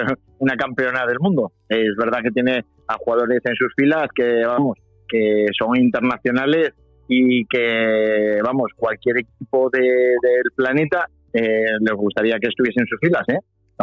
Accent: Mieres, Asturias, Spain; ya sabes que los que somos de Mieres y tenemos ahí la hoguera San Juan

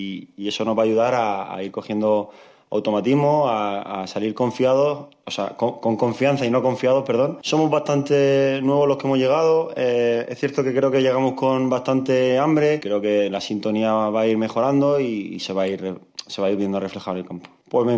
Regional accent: Murcia, Region of Murcia, Spain; moved away; Yo soy de Murcia

